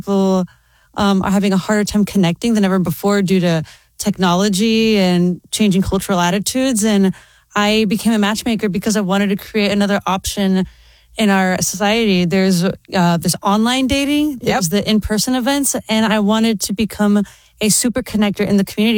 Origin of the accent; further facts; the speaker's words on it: Florida, United States; now in Boston, United States; I grew up in Florida to a Cuban family where we're always loud.